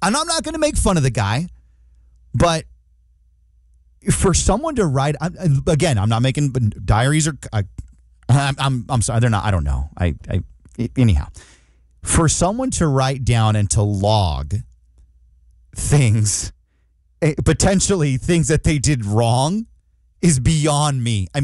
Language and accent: English; California, United States; Again, I'm from Central California.